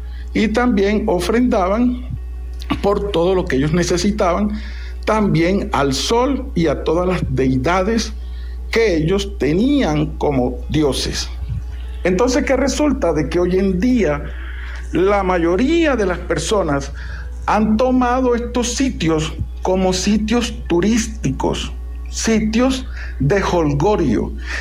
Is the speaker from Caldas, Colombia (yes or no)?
no; Santa Marta, Magdalena, Colombia; a mi tierra, que es la ciudad de Santa Marta.